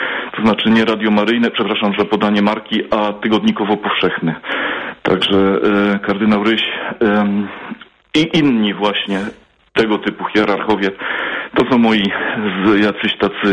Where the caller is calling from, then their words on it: Bavaria, Germany; temperatura 13,4 stopnia u nas w Bawarii Północnej